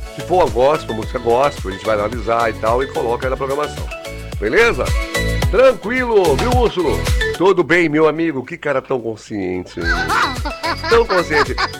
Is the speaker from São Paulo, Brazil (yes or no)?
no; Salvador, Bahia, Brazil; Estou aqui em Salvador, Bahia, tá, gente? Algumas pessoas perguntando, você é de onde? Sou da Bahia, Salvador.